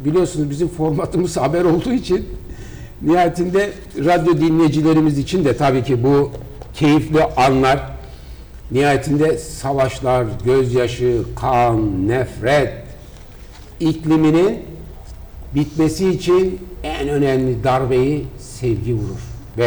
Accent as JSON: {"language": "Turkish", "region": "Mersin", "country": "Turkey", "said": "O yüzden Mersinliyiz. Hepimiz Mersinliyiz."}